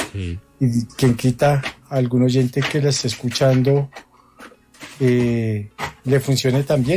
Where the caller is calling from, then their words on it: Zipaquirá, Cundinamarca, Colombia; Desde Zipaquirá